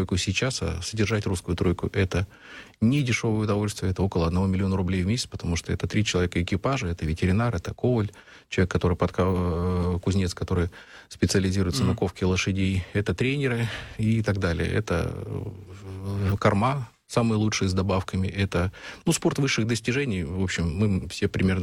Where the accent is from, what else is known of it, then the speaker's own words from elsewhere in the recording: Siberia, Russia; я родился и вырос в Сибири